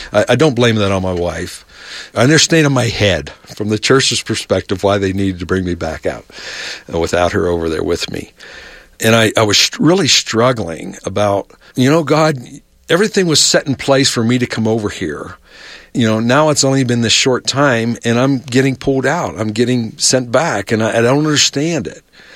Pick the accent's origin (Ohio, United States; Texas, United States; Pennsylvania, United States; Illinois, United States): Ohio, United States; moved away as an adult; now in Salt Lake City, United States; Where I grew up in Ohio